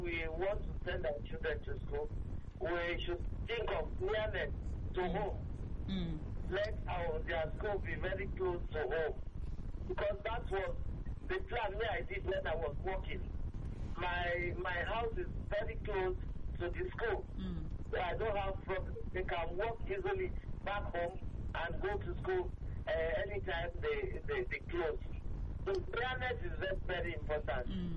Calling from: Nigeria; I'm calling from Izeki.

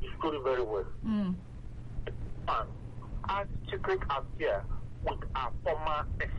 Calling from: Arigbaju, Enugu State, Nigeria; I'm calling from Arigbaju, Enugu State.

